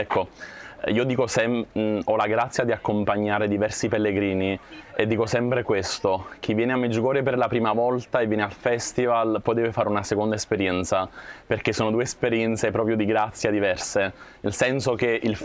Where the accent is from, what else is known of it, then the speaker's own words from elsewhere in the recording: Pompei, Campania, Italy; sono un seminarista e vengo da Pompei.